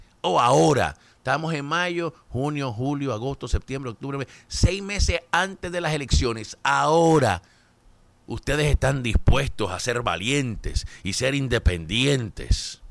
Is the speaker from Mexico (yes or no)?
no; Caguas, Puerto Rico; En mi pueblo, allá en Caguas, Puerto Rico